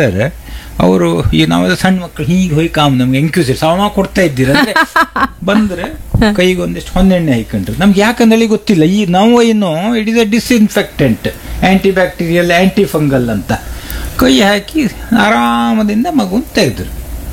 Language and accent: Kannada; Karnataka, India; born there; ನಮ್ಮನೆ ಎದುರು ಒಂದು ದೊಡ್ಡ ಹೊಳೆ, ಹಾಲಡಿ ಹೊಳೆ ಅಂತ